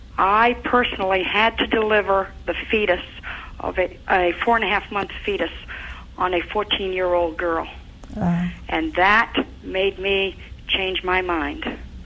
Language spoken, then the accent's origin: English; Virginia, United States; I'm from Virginia.